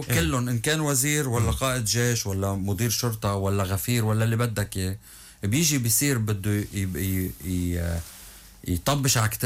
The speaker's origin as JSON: {"language": "Arabic", "country": "Lebanon", "said": "نحن كلبنانيين"}